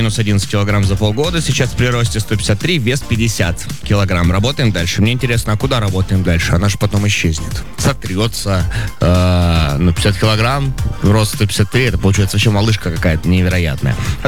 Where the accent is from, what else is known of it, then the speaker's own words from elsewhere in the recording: Magadan, Magadan Oblast, Russia; Ну, а у тебя не было такого? Я просто из Магадана, они же там еще их находят же периодически.